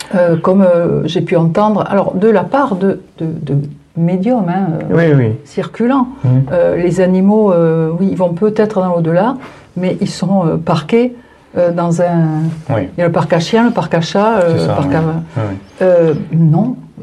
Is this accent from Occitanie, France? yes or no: no; Calvi, Corsica, France; donc je suis corse et on habitait à Calvi.